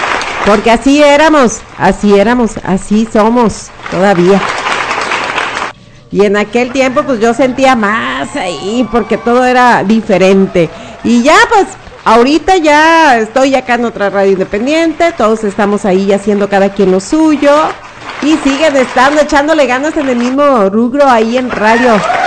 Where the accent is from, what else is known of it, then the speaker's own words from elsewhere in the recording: Mexico; Y sobre todo pues la felicidad de que somos mexicanos